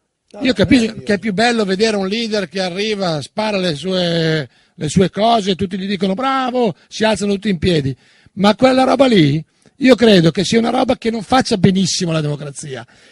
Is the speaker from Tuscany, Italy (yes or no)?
no; Lombardy, Italy; accent: strongly Lombard; il mio accento fortemente lombardo